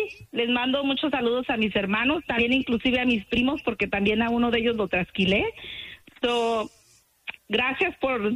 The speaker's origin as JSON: {"language": "Spanish", "region": "Michoacán", "country": "Mexico", "tie": "born or raised there", "also_born_or_lived": "California / Los Angeles", "moved": "yes", "lives_now": "Las Vegas, United States", "said": "Yo soy nacida en California, pero fui criada en Michoacán, o me considero de Michoacán."}